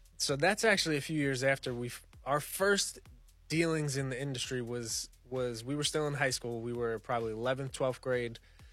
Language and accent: English; Brooklyn, New York, United States; also born or lived in Long Island; Yeah, so we're Long Island kids, grew up here. I grew up in Brooklyn. When I moved out here, my mom didn't want me to go to the public school, so she sent me up to St. Dom's in Oyster Bay.